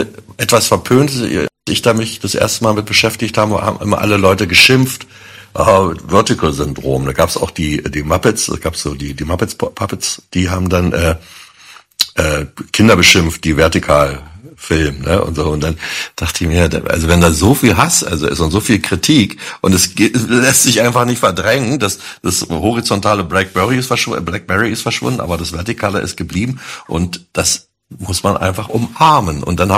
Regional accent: Berlin, Germany; weil ich eben halt ja auch als Berliner gesehen habe, dass nach dem Mauerfall, wo die ganzen Ruinen da rumstanden

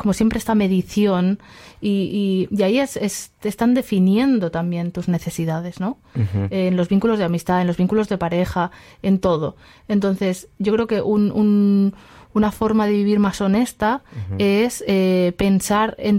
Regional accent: Aragon, Spain

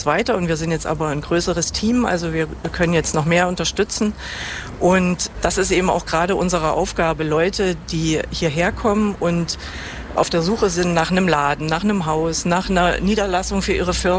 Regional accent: Zeitz, Saxony-Anhalt, Germany; Ich bin in Zeitz aufgewachsen, also ich habe auch die Erinnerung noch an das alte Zeitz, sage ich jetzt mal.

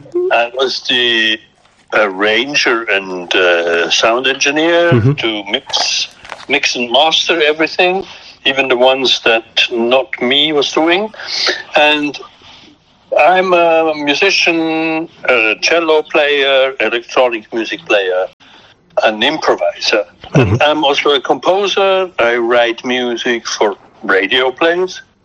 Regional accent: Switzerland; I'm from Switzerland, you know, a professional musician from Switzerland

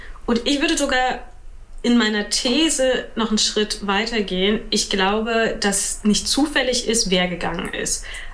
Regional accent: Saxony-Anhalt, Germany; Ich finde ja, ich komme aus der Kleinstadt, aber irgendwie vom Land und ich habe das Gefühl, Sachsen-Anhalt ist fast nur Land.

